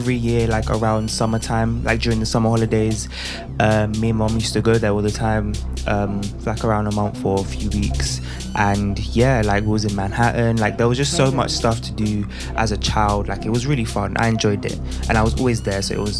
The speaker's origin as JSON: {"language": "English", "region": "London", "country": "United Kingdom", "said": "Some people don't even know I'm from London. Like, they think I'm American or French or something, but. We from Northwest London"}